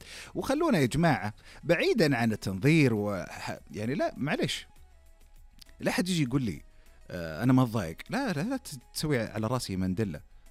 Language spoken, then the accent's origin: Arabic; Taif, Makkah Province, Saudi Arabia; moved away; أنا يعني نشأت وترعرعت في الطائف، بس ما اشتقت له.